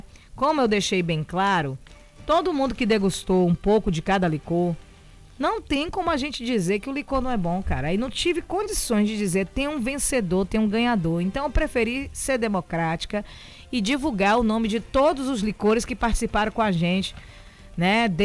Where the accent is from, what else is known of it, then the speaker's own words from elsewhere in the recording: Brazil; a gente é brasileiro